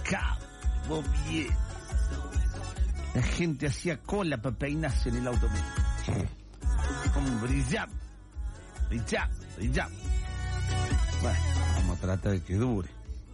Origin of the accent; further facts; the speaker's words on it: Bell Ville, Córdoba, Argentina; somos así los de Belville, somos distintos.